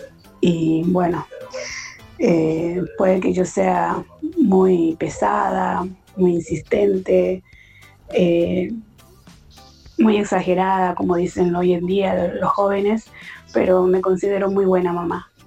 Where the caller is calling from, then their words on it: Mariano Acosta, Buenos Aires Province, Argentina; de Mariano Acosta.